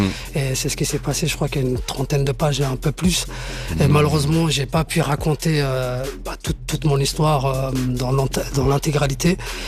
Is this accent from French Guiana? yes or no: no; Geneva, Switzerland; c'est un mec de Plan-les-Ouates, donc il est pas très loin de chez moi. Enfin, de là où j'ai grandi.